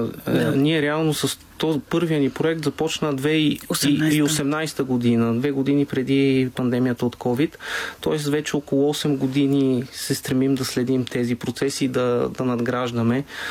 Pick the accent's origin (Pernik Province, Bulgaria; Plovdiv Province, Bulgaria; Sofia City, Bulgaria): Pernik Province, Bulgaria; Аз съм от Трънския край и там, и там и тече този процес. В моето село вече има, не знам, може би 10 нови заселници.